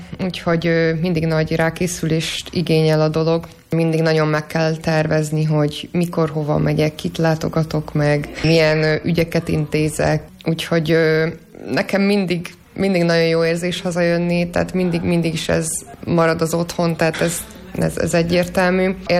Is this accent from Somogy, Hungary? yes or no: no; Lenti, Zala, Hungary; moved away as an adult; also born or lived in Zalaegerszeg; én most ide születtem Lentibe, sőt Lenti Máhonfára, ami ugye a vidéknek a vidékje